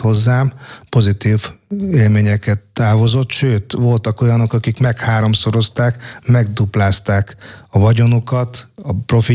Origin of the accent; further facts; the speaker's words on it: Hungary; De itt születtem Magyarországon. Itt voltam óvodás, általános iskolás, középiskolás, gimnazista, főiskolás.